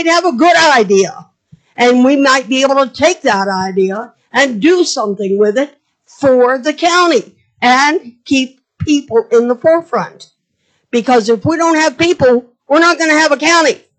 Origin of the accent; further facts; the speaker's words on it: Flintstone, United States; moved away as an adult; I left town for 20 years. I grew up in Flintstone.